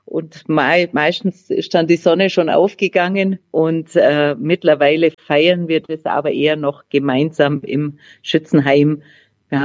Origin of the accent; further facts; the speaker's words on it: Bavaria, Germany; Wir sind ja Allgäuer, also essen wir Allgäuer Kässpatzen.